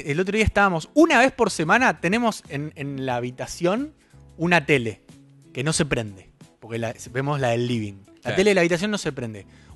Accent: Argentina; lo sufrimos todos como argentinos en el Mundial.

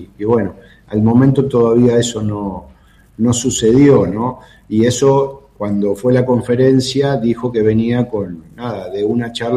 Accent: Bahía Blanca, Buenos Aires Province, Argentina; somos de Bahía

